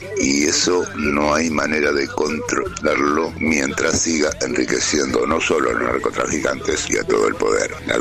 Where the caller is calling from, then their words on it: Buenos Aires, Argentina; de Puerto Madero.